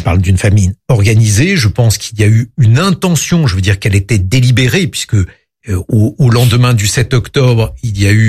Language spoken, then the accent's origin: French; France; je suis français